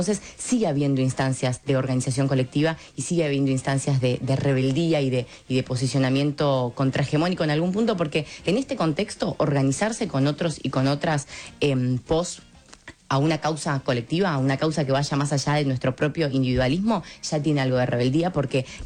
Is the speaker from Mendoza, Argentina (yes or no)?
no; Florencio Varela, Buenos Aires Province, Argentina; yo soy de Florencio Varela